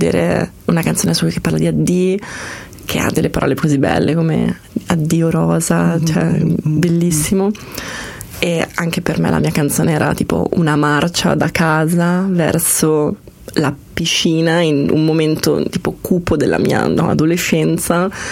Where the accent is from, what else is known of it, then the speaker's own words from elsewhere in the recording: Lugano, Ticino, Switzerland; io sono cresciuta a Lugano